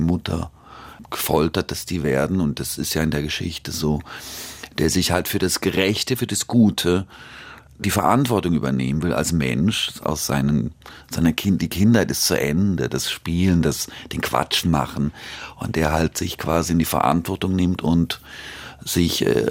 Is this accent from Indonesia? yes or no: no; Switzerland; aber ich war aus der Schweiz kommend, auch ich war ja lange auch in der freien Szene